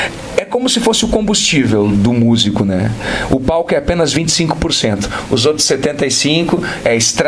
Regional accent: Estrela, Rio Grande do Sul, Brazil; somos de Estrela, Rio Grande do Sul, gaúchos.

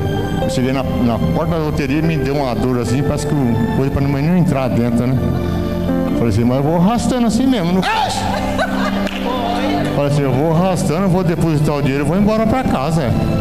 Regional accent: Curitiba, Paraná, Brazil; Sou lá de Curitiba, mas eu vim aqui com todo prazer, irmão.

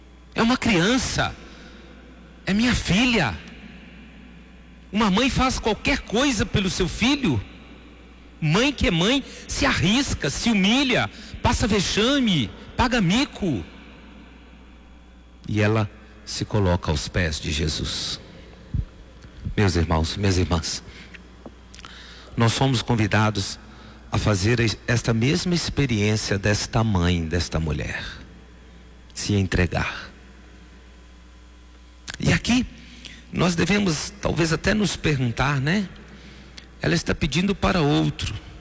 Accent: Minas Gerais, Brazil; sendo bem brasileiros e sendo bem mineiros

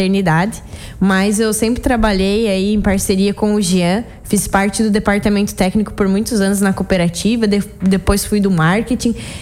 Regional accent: Santa Catarina, Brazil; moved away as an adult; also born or lived in São Francisco de Paula; eu sou natural do oeste de Santa Catarina.

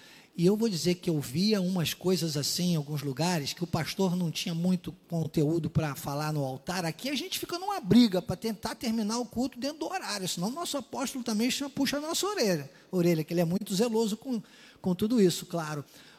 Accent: Rio de Janeiro, Brazil; also born or lived in Minas Gerais; eu sou mineiroca, né? Porque eu sou mineiro, mas criado aqui no Rio de Janeiro

